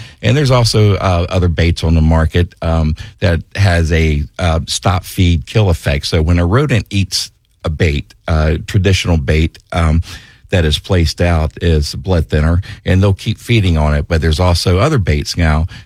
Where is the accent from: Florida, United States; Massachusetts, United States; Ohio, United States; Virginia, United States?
Florida, United States; Jacksonville; I was born right here in Jacksonville, and I've seen a big, you know, increase, of course, in the population of Jacksonville through the years.